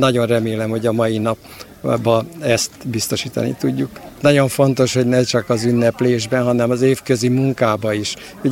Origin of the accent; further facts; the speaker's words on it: Sárospatak, Borsod-Abaúj-Zemplén, Hungary; born there; mi úgy nőttünk föl, mint egy asszimilálódott közösség, tehát Sárospatakhoz nagyon szorosan hozzátartozóan